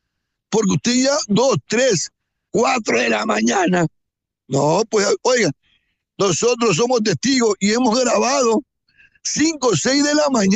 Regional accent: Portoviejo, Manabí, Ecuador; yo soy de la Pacheco.

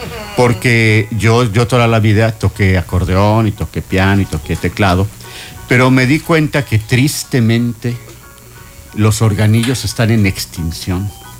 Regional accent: Mexico City, Mexico; born there; Bueno, yo me acuerdo que era muy pequeño. Yo nací en la Ciudad de México y allá en el centro hay un parque muy famoso que se llama La Alameda.

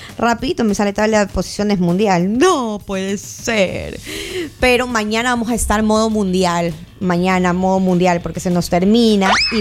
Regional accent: Manta, Manabí, Ecuador; yo soy ecuatoriana, mantense, manavita.

